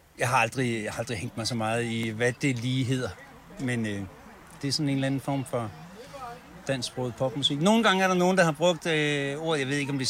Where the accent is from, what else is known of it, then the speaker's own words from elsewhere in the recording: Central Denmark Region, Denmark; also born or lived in Copenhagen; now in South Funen, Denmark; Vi flyttede fra København til Sydfyn for snart mange, mange år siden, og fandt nok tilbage til noget af det, som jeg i virkeligheden husker fra min barndom i Vestjylland.